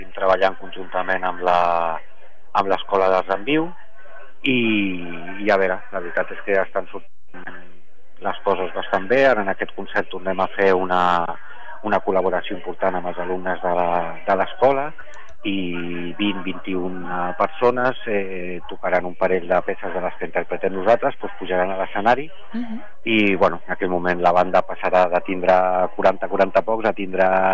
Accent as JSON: {"language": "Catalan", "town": "El Prat de Llobregat", "region": "Catalonia", "country": "Spain", "said": "som del Prat."}